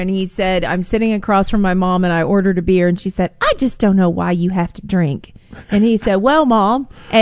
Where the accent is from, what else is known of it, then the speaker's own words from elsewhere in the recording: Kentucky, United States; born there; I was born in Kentucky.